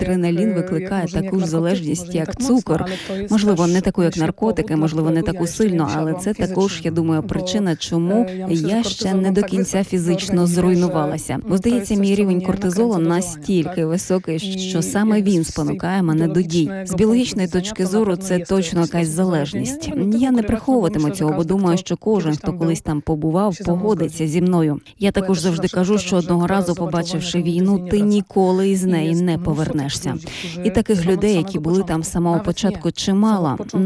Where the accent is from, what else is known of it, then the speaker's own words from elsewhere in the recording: Poland; ми з Польщі